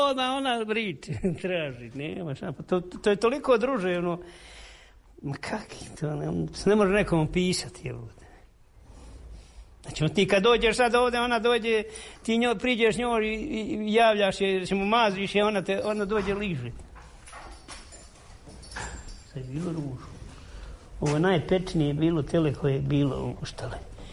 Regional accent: Konjic, Federation of Bosnia and Herzegovina, Bosnia & Herzegovina; now in Višegrad, Bosnia and Herzegovina; ja sam inače izbjegao iz Konjica u Višegrad, tako da sam bio prinuđen da ti treba, moraš raditi

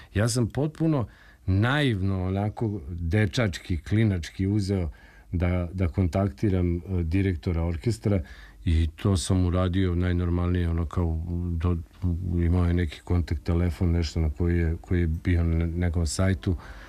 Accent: Sremska Mitrovica, Vojvodina, Serbia; u Sremskoj Mitrovici, u mom gradu odakle sam ja.

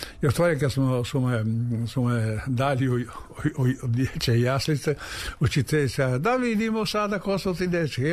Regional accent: Pula, Istria County, Croatia; born there; Rođen sam u Pulji 1935. godine.

